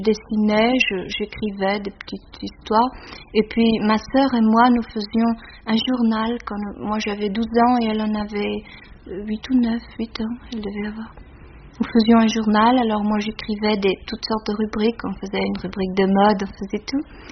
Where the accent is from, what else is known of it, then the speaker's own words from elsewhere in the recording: Flanders, Belgium; Oui, je suis flamande. Mes parents sont flamands.